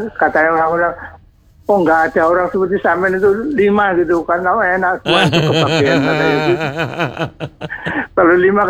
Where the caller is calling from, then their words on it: Gresik, East Java, Indonesia; di daerah saya ini di Gresik, kebetulan saya di Gresik-Gresik.